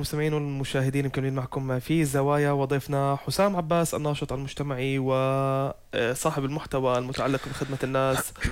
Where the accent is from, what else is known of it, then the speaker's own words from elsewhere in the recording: Jordan; احنا كشعب أردني شعب مبادر